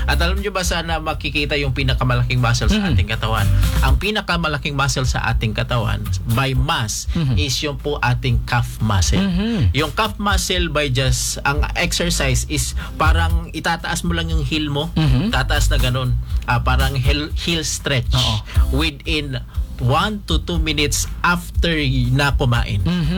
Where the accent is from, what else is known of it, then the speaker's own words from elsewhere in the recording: Mindanao, Philippines; Doon sa amin sa Mindanao, ang pinaka gusto ko talaga doon